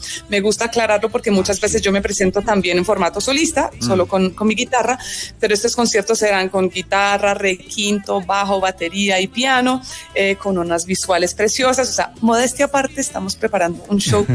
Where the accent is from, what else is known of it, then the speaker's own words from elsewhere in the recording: Tolima, Colombia; culturalmente yo me siento totalmente colombiana y las personas que me conocen de cerca lo pueden comprobar.